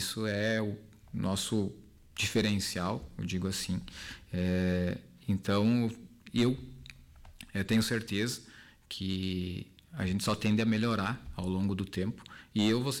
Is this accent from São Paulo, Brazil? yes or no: no; Arvorezinha, Rio Grande do Sul, Brazil; moved away as an adult; also born or lived in Passo Fundo / Vacaria; now in Soledade, Brazil; Eu sou natural aqui do município vizinho, né, de Soledade, sou natural de Arvorezinho, nasci, me criei ali, e em 2008, aí, quando incluí nas fileiras da Brigada Militar, que mudei para Passo Fundo